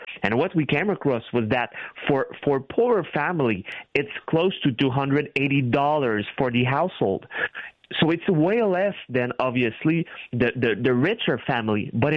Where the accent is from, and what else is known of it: Canada